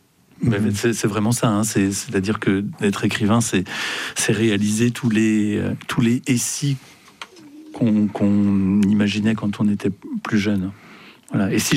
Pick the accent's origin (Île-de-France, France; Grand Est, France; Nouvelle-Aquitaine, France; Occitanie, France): Grand Est, France; born or raised there